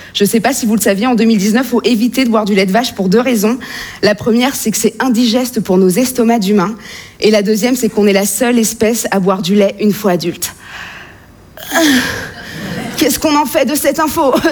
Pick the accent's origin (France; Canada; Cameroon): France